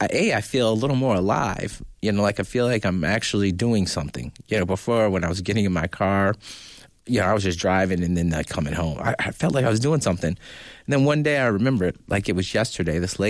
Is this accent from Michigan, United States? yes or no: yes; Detroit, Michigan, United States; Okay, because I'm from Detroit, you know.